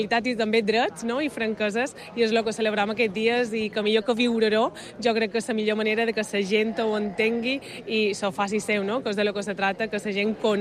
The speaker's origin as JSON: {"language": "Catalan", "region": "Balearic Islands", "country": "Spain", "said": "Perquè forma part de la història de Mallorca, de saber qui som i com a mallorquins"}